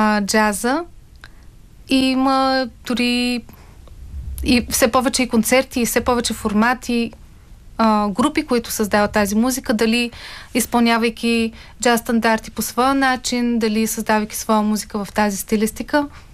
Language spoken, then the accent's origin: Bulgarian; Razgrad, Razgrad Province, Bulgaria; moved away; моя роден град Разград